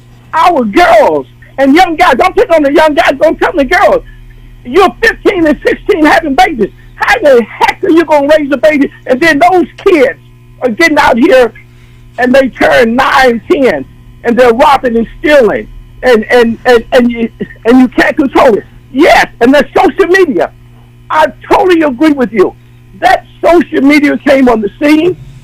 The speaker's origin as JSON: {"language": "English", "region": "Arkansas", "country": "United States", "tie": "born or raised there", "said": "I'm 73. I grew up in Arkansas."}